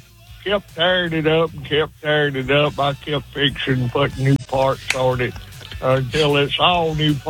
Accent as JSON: {"language": "English", "town": "Tuscaloosa", "region": "Alabama", "country": "United States", "said": "I'm from Tuscaloosa."}